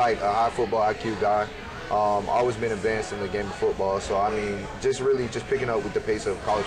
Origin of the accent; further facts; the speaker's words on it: Bradenton, Florida, United States; moved away as an adult; I was born and raised in Bradenton, Florida.